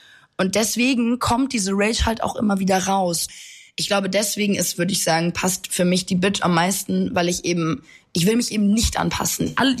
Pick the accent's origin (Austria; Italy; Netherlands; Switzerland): Italy; born or raised there